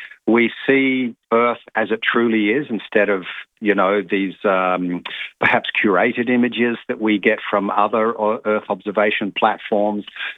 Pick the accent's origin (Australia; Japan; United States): Australia; Adelaide, South Australia; And I grew up here in Adelaide. I was a seven-year-old boy at my Tarra Hills Primary School